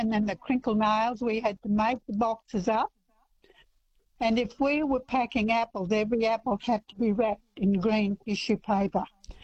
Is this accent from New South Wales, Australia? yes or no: no; Stanthorpe, Queensland, Australia; I grew up in Stanthorpe, and when I was little, I used to work in the sheds, packing sheds